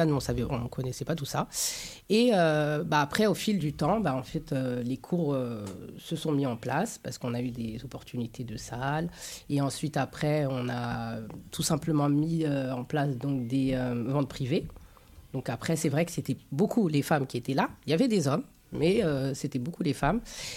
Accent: Paris, Île-de-France, France; moi, je suis une Parisienne et dans le 18e.

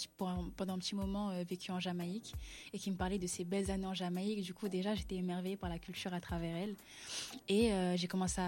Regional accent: Île-de-France, France; Voilà, je viens du 94, je suis d'origine martiniquaise et haïtienne.

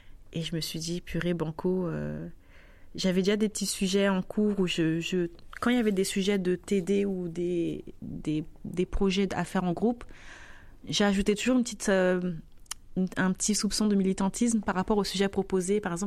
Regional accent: Saint-Ouen, Île-de-France, France; J'ai grandi dans 93 à Saint-Ouen.

